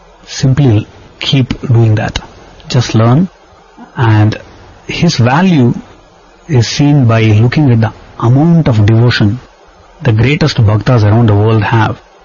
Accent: India; those of us who are growing up in India

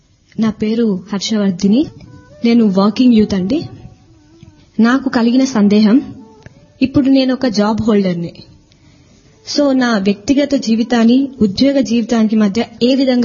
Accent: Chennai, Tamil Nadu, India; నేను చెన్నై నుంచి వచ్చాను.

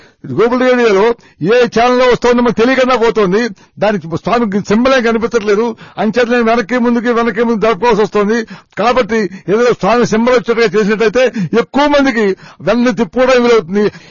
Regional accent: Vijayawada, Andhra Pradesh, India; మా native place Vijayawada. నా వయస్సు 91 సంవత్సరం.

